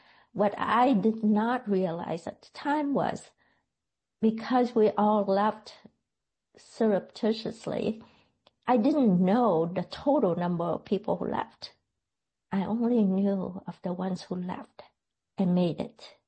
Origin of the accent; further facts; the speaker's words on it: South Vietnam, Vietnam; moved away as an adult; growing up in the South.